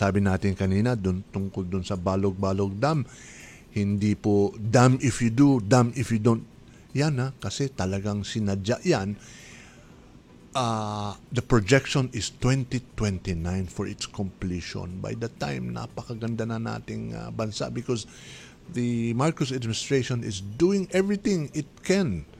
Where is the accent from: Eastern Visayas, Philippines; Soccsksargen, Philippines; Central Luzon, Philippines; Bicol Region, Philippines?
Central Luzon, Philippines; Kasi nga, meron na yung balog-balog multipurpose dam sa Tarlac. Nako, ito'y probinsya ko ito, so malapit din sa aking puso ito.